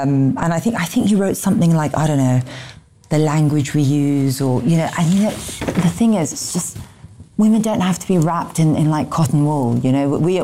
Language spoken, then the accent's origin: English; London, United Kingdom; I'm a prosecutor, I'm a Londoner